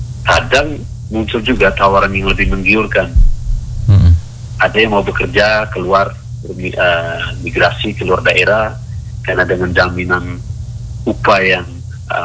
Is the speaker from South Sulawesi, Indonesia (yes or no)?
no; East Nusa Tenggara, Indonesia; kita, orang Wogo